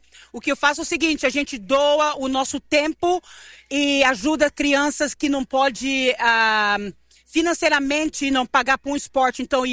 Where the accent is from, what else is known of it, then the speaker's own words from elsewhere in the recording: Araçatuba, São Paulo, Brazil; now in Fort Worth, United States; Eu sou de Araçatuba. Araçatuba, perto, cerquita de Bauru, né? Araçatuba.